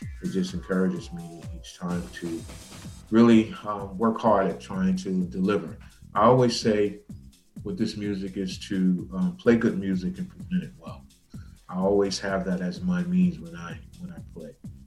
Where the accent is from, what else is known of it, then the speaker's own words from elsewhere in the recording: Newark, New Jersey, United States; also born or lived in Irvington; When I moved, born and raised in Newark, and then when my mom moved us to Irvington, I was able to meet up with some neighborhood friends who also had an interest in DJing and playing music.